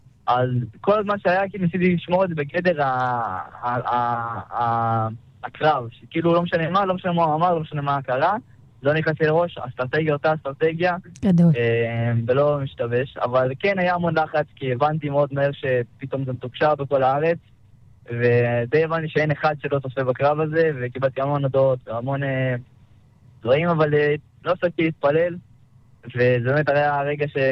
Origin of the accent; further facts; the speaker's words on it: Shilo, Judea and Samaria, Israel; במשפחה גדלנו ביישוב שילה, בשומרון. אני ועוד שתי אחים.